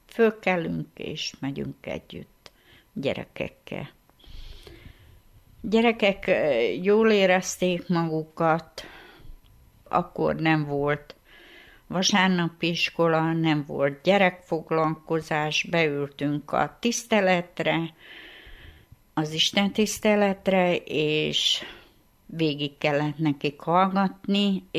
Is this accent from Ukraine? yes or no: yes; Kígyós, Zakarpattia Oblast, Ukraine; moved away as an adult; also born or lived in Zápszony, Ukraine; now in Pocsmegyer, Hungary; Én kigyósi származású vagyok, a Kigyóson éltem előtte. A kigyósi gyülekezetbe jártam